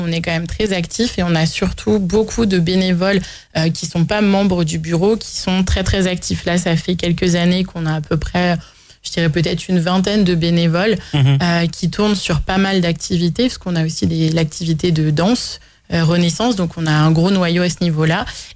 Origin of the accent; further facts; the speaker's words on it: Gaillon, Normandy, France; j'ai 35 ans. Je suis originaire de Gaillon, donc vraiment, j'ai grandi. Je suis pas née à Gaillon, mais je suis arrivée toute petite là-bas. Donc voilà, j'ai ma famille qui est originaire de Gaillon depuis très longtemps. On est une vieille famille gaillonnaise